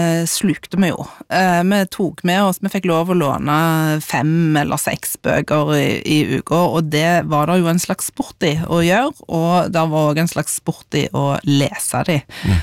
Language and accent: Norwegian; Sandnes, Rogaland, Norway; alle ungene I gata der jeg vokste opp med stod klar og ventet på bokbussen på mandags ettermiddagen, og de som da var så heldige å ha begynt på skolen, de fikk sitt eget lånekort, og I gamle dager på Sandnes bibliotek